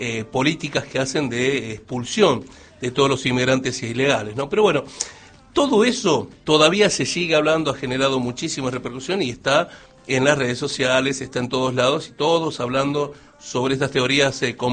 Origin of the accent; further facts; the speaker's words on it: Argentina; somos así los argentinos